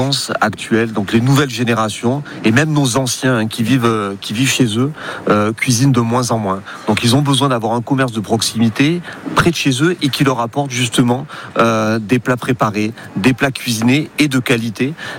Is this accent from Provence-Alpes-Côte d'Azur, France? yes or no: yes; Aix-en-Provence, Provence-Alpes-Côte d'Azur, France; moi qui ai grandi à Aix et qui ai fait mes études sur le cours Mirabeau entre le Grillon et les 2G